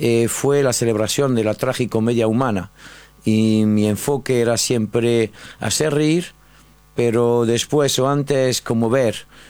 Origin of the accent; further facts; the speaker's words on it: France; Yo nací en Francia en los años 59 y los años 60 de la posguerra.